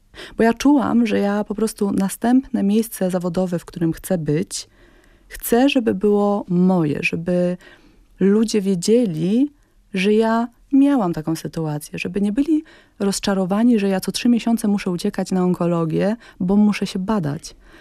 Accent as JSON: {"language": "Polish", "region": "Silesian Voivodeship", "country": "Poland", "moved": "as an adult", "lives_now": "Warsaw, Poland", "said": "mieszkam pod Częstochową"}